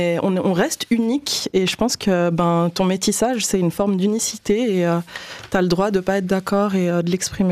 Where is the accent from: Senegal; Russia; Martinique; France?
Russia; russe et je parle russe. Et on m'a pas mal, surtout avant, maintenant plus, mais insultée sur le fait que je suis russe